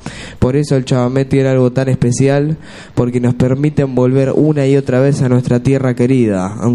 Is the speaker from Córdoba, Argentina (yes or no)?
no; La Candelaria, Salta, Argentina; mi pueblo, La Candelaria, en Salta, un pueblito chico donde todo se vive distinto